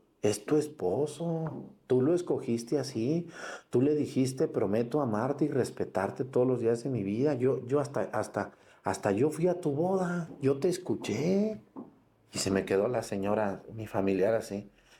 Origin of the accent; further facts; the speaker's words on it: Mexticacán, Jalisco, Mexico; Había ahí en mi pueblo en Mestecacán